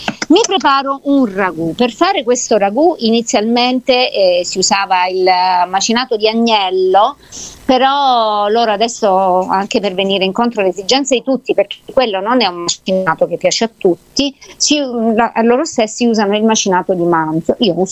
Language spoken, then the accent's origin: Italian; Apulia, Italy; Io sono salentina, certo.